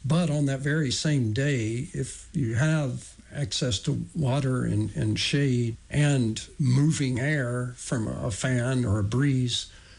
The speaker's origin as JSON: {"language": "English", "region": "Georgia", "country": "United States", "tie": "born or raised there"}